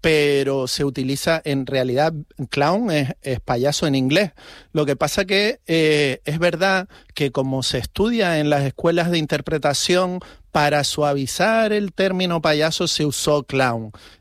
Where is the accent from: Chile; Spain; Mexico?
Spain; Canary Islands; la gente ahí en Canarias. Entonces, vamos a ver si puedo traer esto a de donde yo soy.